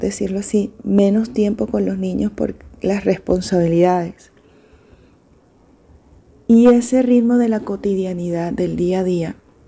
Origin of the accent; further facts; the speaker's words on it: Caracas, Capital District, Venezuela; moved away; Vengo de Caracas, Venezuela. Tengo 47 años, soy mamá de dos hermosas hijas